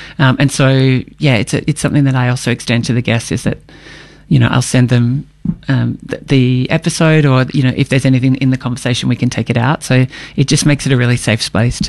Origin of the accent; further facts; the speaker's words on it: Melbourne, Victoria, Australia; I grew up in Melbourne, yeah, and I am 48. So I have had quite some time finding my way to who I am. But always been in Melbourne.